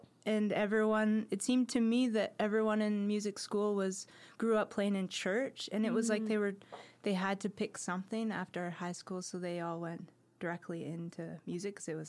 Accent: Vancouver, British Columbia, Canada; also born or lived in Kamloops / Edmonton; now in Prince George, Canada; I was born in Kamloops and then grew up in Vancouver, and then I moved to Edmonton, and then I moved here.

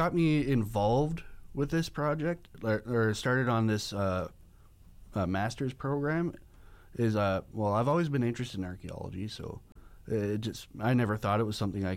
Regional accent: Hazelton, British Columbia, Canada; born or raised there; moved away as an adult; now in Prince George, Canada

